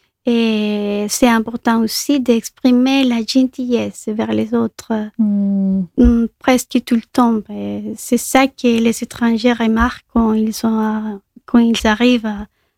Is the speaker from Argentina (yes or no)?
no; Colombia; French is a second language; now in France; Et aussi, je trouve, en fait, et les Colombiens, si je, comme je suis de la Colombie, on prend l'humour, ici, on l'appelle le premier degré, un peu littéral.